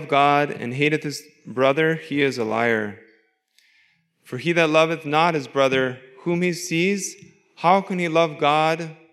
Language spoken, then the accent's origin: English; Post Falls, Idaho, United States; I come from Post Falls, we know that there are families